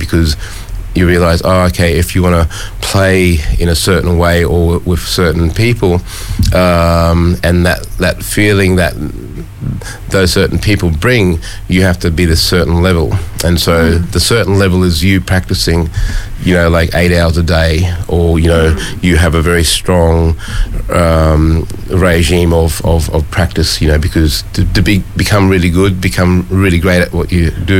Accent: Mount Isa, Queensland, Australia; Mum would play to me like classical music, you know, growing up in Mount Isa.

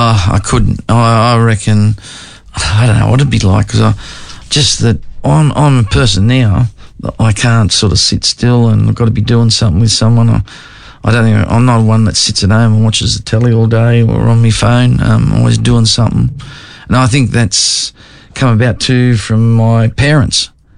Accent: New South Wales, Australia; we grew up here in the Shoalhaven.

